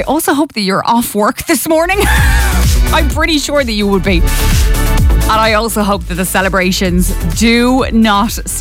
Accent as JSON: {"language": "English", "region": "County Kerry", "country": "Ireland", "said": "I am from Kerry."}